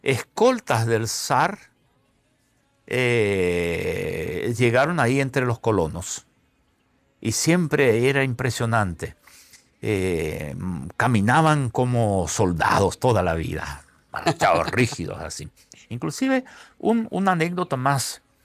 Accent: Paraguay; somos paraguayos.

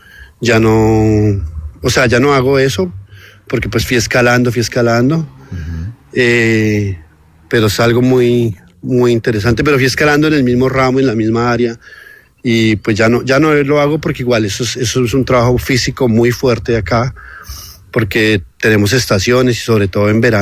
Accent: Bogotá, Colombia; moved away; Yo soy bogotano. Yo vivía en Ciudad Bolívar. Y yo estudiaba en Arborizadora Alta, en un barrio que se llama Potosí.

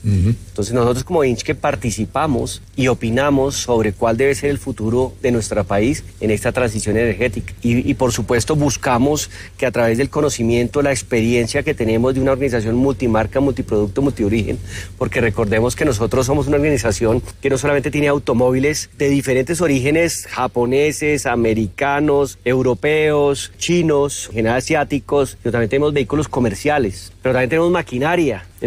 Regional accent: Colombia; me siento orgulloso como colombiano de contarlo.

